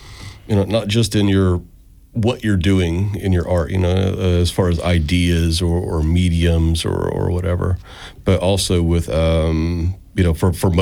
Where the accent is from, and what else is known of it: Harahan, Louisiana, United States; born or raised there